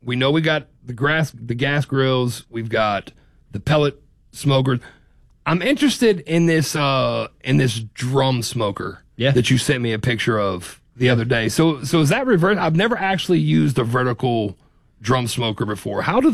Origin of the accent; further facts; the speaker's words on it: Midwest, United States; But I'm just a Midwesterner trying to pronounce Gunnersville.